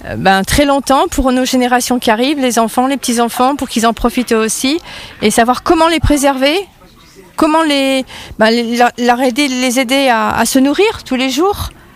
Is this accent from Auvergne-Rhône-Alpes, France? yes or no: yes; Auvergne-Rhône-Alpes, France; now in Val de Sioule, France; Oui, alors je suis originaire de Vic.